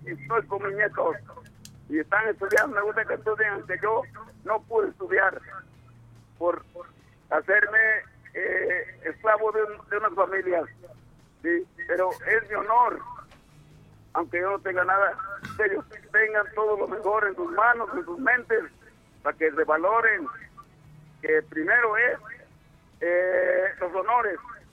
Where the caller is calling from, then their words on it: Tepalcingo, Morelos, Mexico; de Tepalcingo.